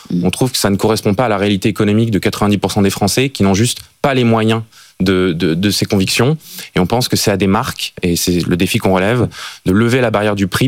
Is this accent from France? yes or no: yes; France; en tant que Français